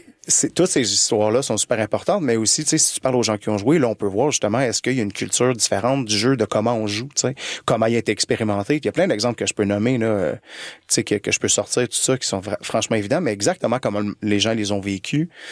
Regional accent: Laval, Quebec, Canada; also born or lived in Ontario; now in Montreal, Canada; moi, j'ai grandi à Laval. Là, maintenant, je suis à Montréal, j'ai passé un petit peu de temps en Ontario.

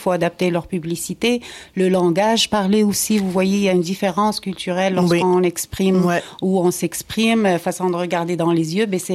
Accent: Morocco; Regarde, moi, je viens du Maroc

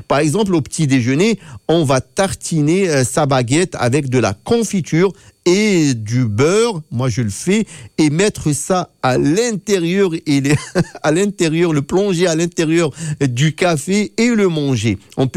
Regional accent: Algeria; Même chez nous, en Afrique du Nord, on a pris cette habitude des Français. Je pense, en Algérie, on fait toujours la bise également

